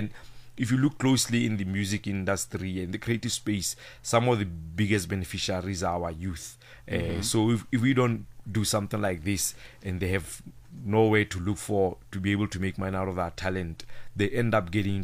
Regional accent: Botswana; I'm from Botswana

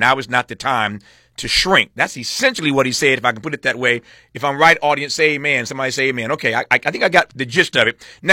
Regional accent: Indiana, United States; former mayor of South Bend, Indiana, in my home state of Indiana

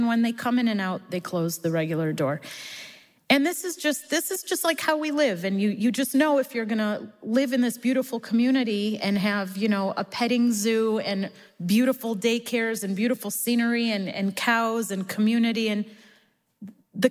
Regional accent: Chicago, Illinois, United States; now in Israel; Growing up in Chicago, we had snow days. Living in the South, you have rocket days. It's normal.

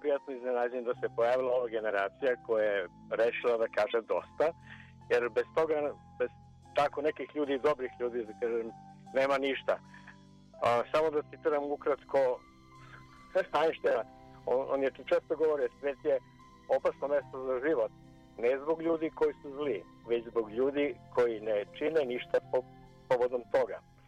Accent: Serbia; moved away as an adult; mi smo imigrirali iz Srbije još 96. godine, zahvaljujući Miloševiću i njegovoj sviti.

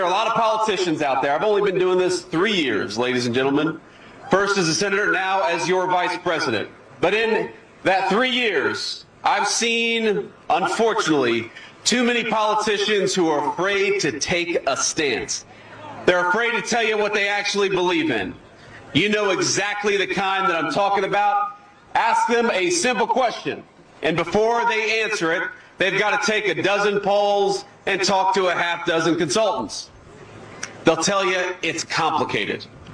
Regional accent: Ohio, United States; My home state of Ohio suffered from it a great deal.

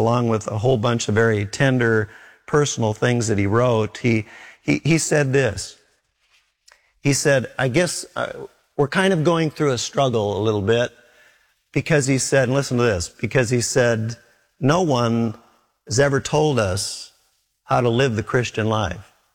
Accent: Minneapolis, Minnesota, United States; a dear man who I grew up with in Minneapolis.

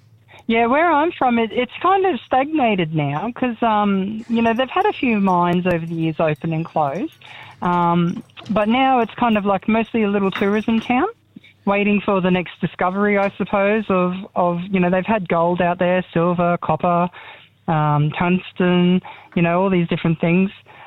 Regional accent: Chillagoe, Queensland, Australia; I'm an 80s kid, so I was born in 81. And growing up in Chiligo was the most amazing thing ever

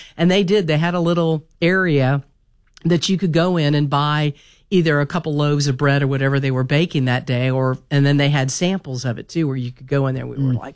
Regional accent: Miami, Florida, United States; Mine is when I was growing up in the South Miami area, there was a Wholesome bakery.

